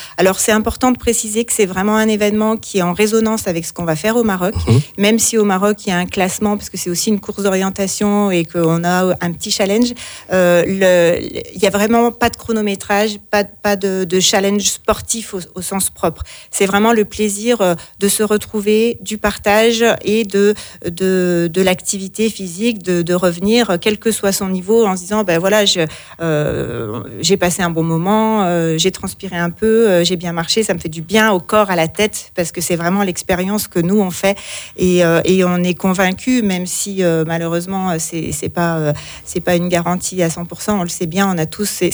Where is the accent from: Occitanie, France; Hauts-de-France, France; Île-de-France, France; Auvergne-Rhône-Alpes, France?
Auvergne-Rhône-Alpes, France; Saint-Genest-Malifaux; on est originaire de Saint-Genès-Malifaux.